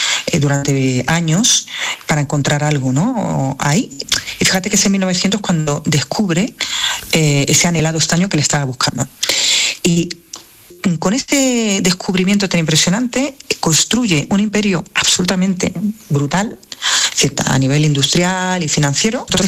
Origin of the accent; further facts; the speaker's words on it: Andalusia, Spain; Y me hace descubrir otra mirada hacia lo que hacemos en Andalucía o lo que hacemos en España